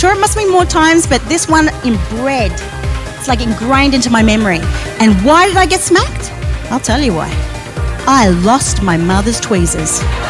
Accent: Australia; I'm Australian.

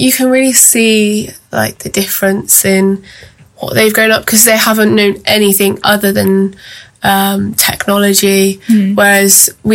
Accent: Plymouth, South West England, United Kingdom; born there

